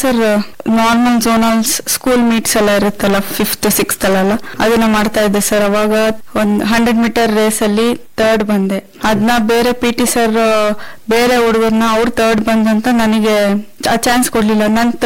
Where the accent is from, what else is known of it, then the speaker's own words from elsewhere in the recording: Bhadravati, Karnataka, India; ಭದ್ರಾವತಿನಲ್ಲಿ, ಇಲ್ಲೇ ನಾನು ಹುಟ್ಟಿದ್ದು ಬೆಳೆದಿದ್ದು ಎಲ್ಲ. ಇಲ್ಲಿ 10th ವರೆಗೂ ಸತ್ಯಸಾಯಿ ಸ್ಕೂಲ್ ಅಲ್ಲಿ ಓದಿದ್ದು.